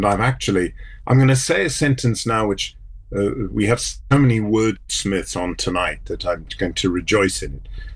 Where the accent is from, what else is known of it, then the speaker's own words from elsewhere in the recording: South Africa; I grew up in South Africa with weather like this, and it's wonderful.